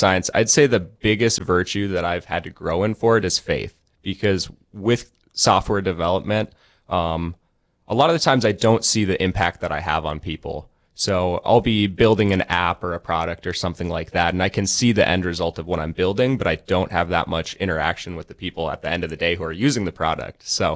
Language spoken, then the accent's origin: English; Stillwater, Minnesota, United States; I'm originally from Stillwater, Minnesota